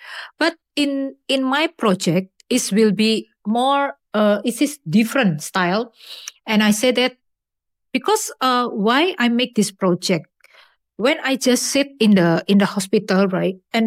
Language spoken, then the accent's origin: English; Semarang, Central Java, Indonesia; English is a second language; I'm from Semarang, right?